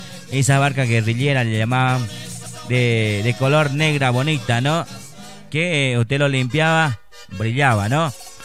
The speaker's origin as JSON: {"language": "Spanish", "town": "Vallegrande", "region": "Santa Cruz", "country": "Bolivia", "said": "Saludos a todos los agricultores, agricultor de mi tierra"}